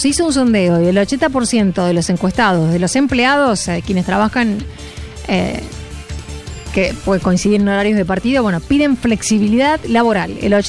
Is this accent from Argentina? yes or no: yes; Argentina; De unirnos como argentinos